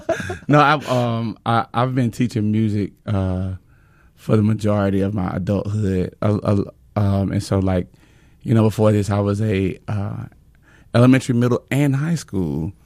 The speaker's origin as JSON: {"language": "English", "town": "West Point", "region": "Georgia", "country": "United States", "tie": "born or raised there", "said": "I'm from West Point, Georgia, and I grew up at Bethlehem Baptist Church, and I played piano there. I started at about 7."}